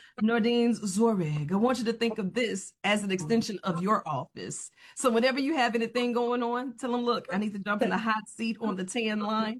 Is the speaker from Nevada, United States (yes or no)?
no; Louisiana, United States; Louisiana, deep down south. Come on down here and visit us soon.